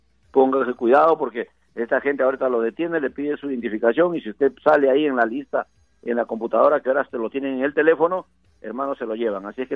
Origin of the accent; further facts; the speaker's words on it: Peru; Y yo como peruano, lo tengo que decir, mi selección